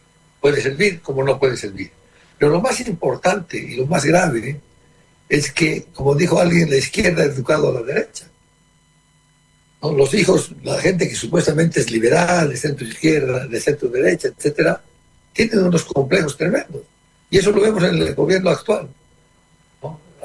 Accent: Bolivia

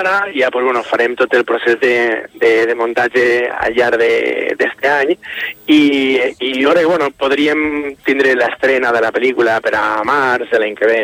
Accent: Valencian Community, Spain; és un repte per mi com a valencià fer una pel·lícula sobre

